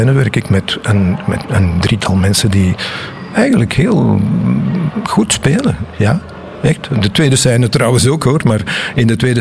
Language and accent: Dutch; Antwerp, Flanders, Belgium; Ik ben echt van Antwerpen, ja.